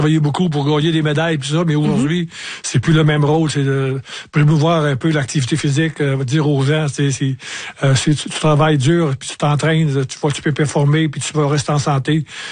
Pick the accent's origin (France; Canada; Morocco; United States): Canada; Montreal, Quebec; vu que c'était chez nous à Montréal